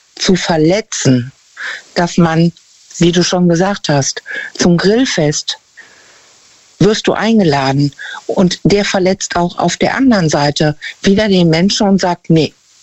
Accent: North Rhine-Westphalia, Germany; Aus der Nähe von Bonn.

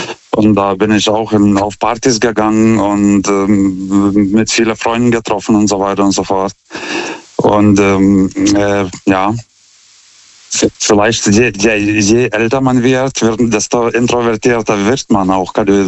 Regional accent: Lithuania; now in Germany

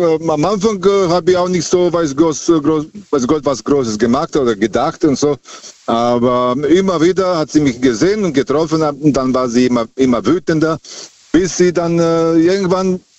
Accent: Serbia; German is a second language; ich komme aus Serbien, und ich habe damals am Busbahnhof gearbeitet.

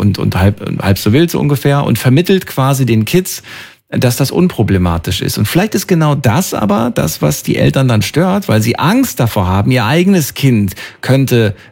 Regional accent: Thuringia, Germany; Früher bin ich aus Thüringen und so weiter, und da war FKK ganz normal, ne, in der ehemaligen, ja, DDR.

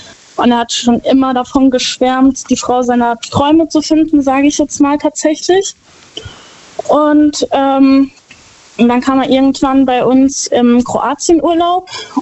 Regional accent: Herxheim, Rhineland-Palatinate, Germany; Ich komme aus Herxheim bei Landau.

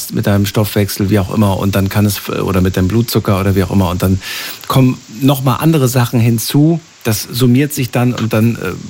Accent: Germany; born there; Aus Deutschland, ja. Mein Papa ist Slowake, okay. Aber ich bin in Deutschland geboren.

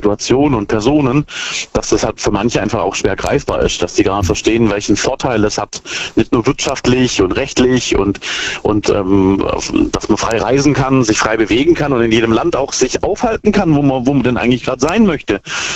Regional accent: Brackenheim, Baden-Württemberg, Germany; Hey, ich komme aus Backenheim.

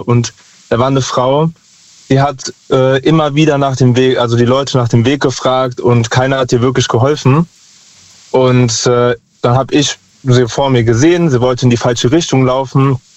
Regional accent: Lahnstein, Rhineland-Palatinate, Germany; Aus Lahnstein.

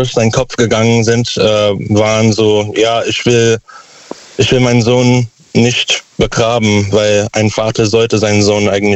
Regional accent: United States; German is a second language; now in Germany; Ich komme aus der USA und habe damals in der USA noch gewohnt, als ich diesen Satz gehört habe.

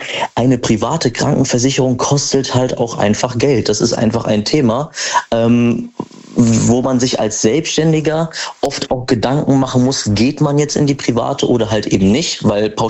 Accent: Frankfurt, Hesse, Germany; Ich komme aus Frankfurt.

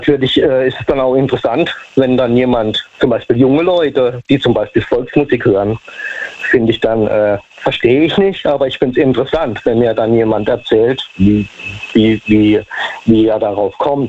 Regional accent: Lichtenau, Baden-Württemberg, Germany

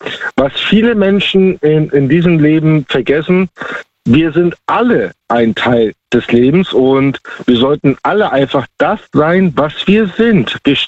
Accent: Neubrandenburg, Mecklenburg-Vorpommern, Germany; Meine Heimat und mein Zuhause ist immer noch an der Ostsee.

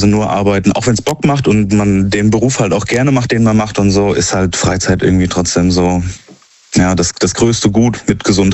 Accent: Rhineland-Palatinate, Germany

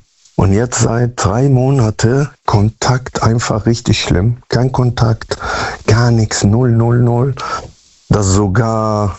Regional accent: Münster, North Rhine-Westphalia, Germany; Münster-Westfalen. Ich komme aus Münster-Westfalen.

